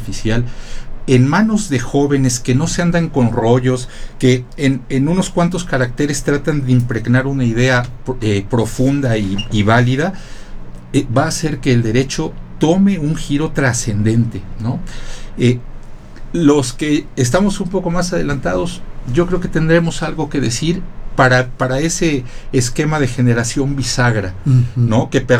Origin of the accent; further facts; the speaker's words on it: Mexico; somos muchos mexicanos